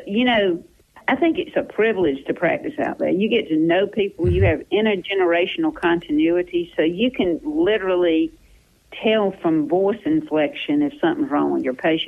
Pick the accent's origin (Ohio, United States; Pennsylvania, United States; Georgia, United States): Georgia, United States; Sandersville; I'm from Sandersville, Washington County, and okay. My family's practiced medicine there for 200 years.